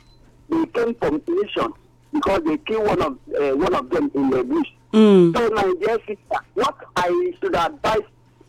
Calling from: Winnipeg, Manitoba, Canada; I'm calling from Winnipeg.

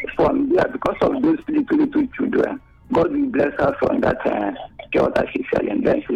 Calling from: Port Harcourt, Rivers, Nigeria; I'm calling from Port Harcourt.

